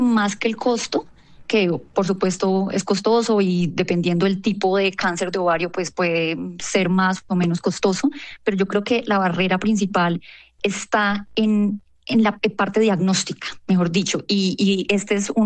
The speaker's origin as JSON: {"language": "Spanish", "town": "Cúcuta", "region": "Norte de Santander", "country": "Colombia", "lives_now": "Bogotá, Colombia"}